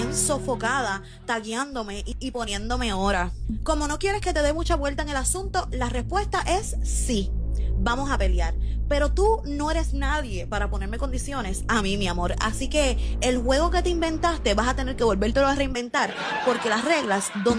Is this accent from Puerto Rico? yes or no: yes; Puerto Rico; Soy boricua, para ver de dónde soy yo.